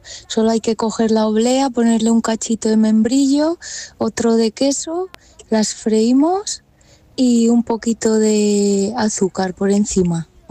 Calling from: Taracena, Castilla-La Mancha, Spain; de Taracena.

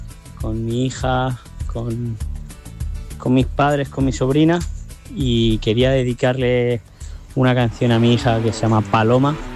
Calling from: Villena, Valencian Community, Spain

